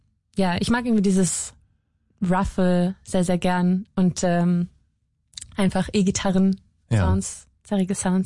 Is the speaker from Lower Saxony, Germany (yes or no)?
yes; Hildesheim, Lower Saxony, Germany; now in Hamburg, Germany; Ursprünglich komme ich aus der Nähe von Hannover.